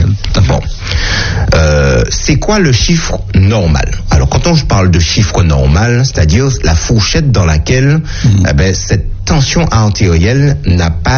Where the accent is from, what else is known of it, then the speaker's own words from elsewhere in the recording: Martinique; chez nous en Martinique